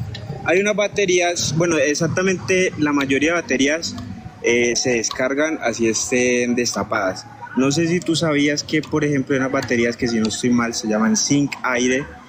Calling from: Jamundí, Valle del Cauca, Colombia; yo vivo en Jamundí, pero yo trabajo en Cali.

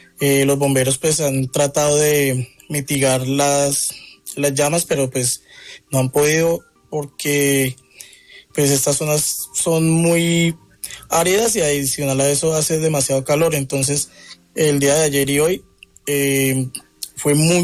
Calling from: Ibagué, Tolima, Colombia; Yo soy de Ibagué.

